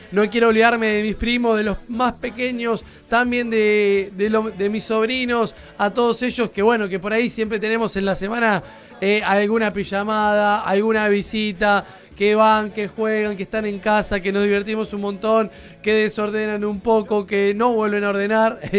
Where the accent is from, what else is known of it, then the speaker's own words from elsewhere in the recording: Uruguay; ese entorno cultural en nuestro país que nos define como uruguayo.